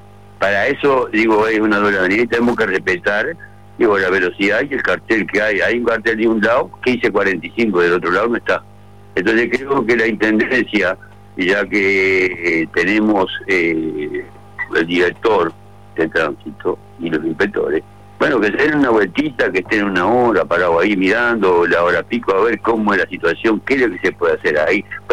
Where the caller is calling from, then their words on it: Maldonado, Uruguay; soy un vecino de Maldonado, y yo ando en moto, ¿no?